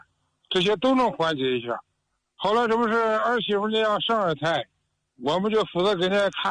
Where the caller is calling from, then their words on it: Baoding, Hebei, China; 我是河北保定的。